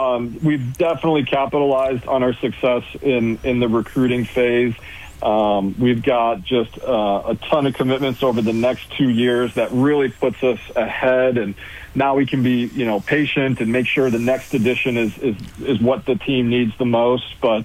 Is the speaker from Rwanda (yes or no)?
no; Illinois, United States; Yeah, well, I grew up outside Chicago. I started playing volleyball in high school.